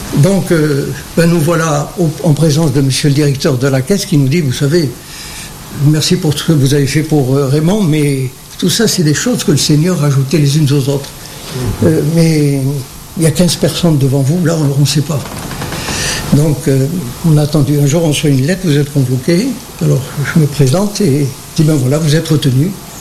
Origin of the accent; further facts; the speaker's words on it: Algeria; me dit, d'où tu es, toi? Je suis d'Algérie.